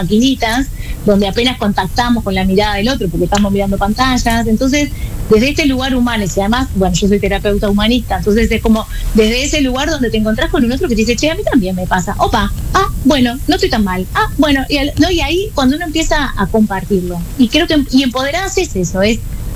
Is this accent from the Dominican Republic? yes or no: no; Lagomar, Canelones, Uruguay; also born or lived in Atlántida; soy de Lagomar, soy canaria.